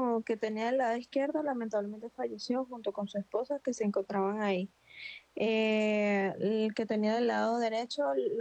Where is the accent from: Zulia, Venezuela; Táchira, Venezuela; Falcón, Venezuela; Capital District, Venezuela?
Capital District, Venezuela; Caracas; Yo soy de Caracas, nací en la clínica Loiro.